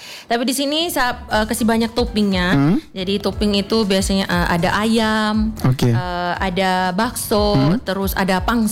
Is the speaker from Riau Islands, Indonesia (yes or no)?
no; East Nusa Tenggara, Indonesia; Jadi tahu sendiri kita orang Flores, orang Timur kan suka yang banyak-banyak toh.